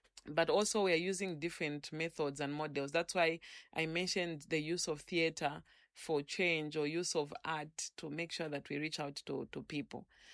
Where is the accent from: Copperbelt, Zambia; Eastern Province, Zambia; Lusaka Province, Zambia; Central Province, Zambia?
Lusaka Province, Zambia; Lusaka; I come from Kanyama. I have lived among my people